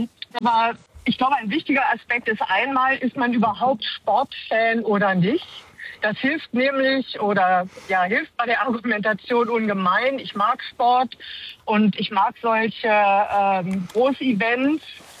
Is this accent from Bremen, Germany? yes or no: no; Hamburg, Germany; Aber ich bin ja auch Hamburgerin, also wird es schon schön sein.